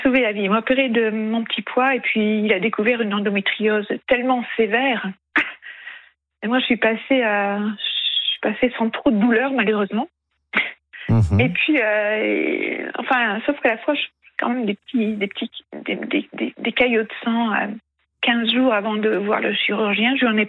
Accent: Hauts-de-France, France; Je suis native du Pas-de-Calais

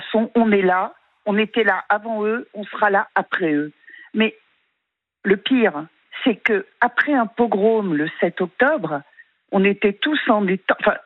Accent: France; born or raised there

